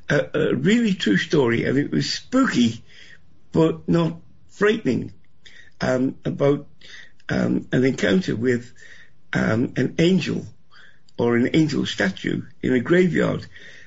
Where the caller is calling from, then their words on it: Newcastle upon Tyne, North East England, United Kingdom; I'm calling from Newcastle in England.